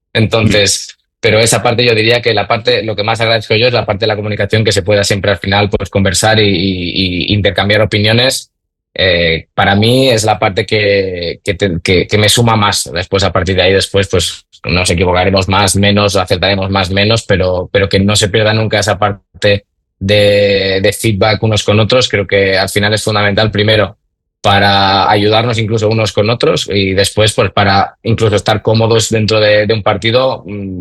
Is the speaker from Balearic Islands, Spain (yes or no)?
yes; Menorca, Balearic Islands, Spain; Menorca por mi tierra, porque me tira a tierra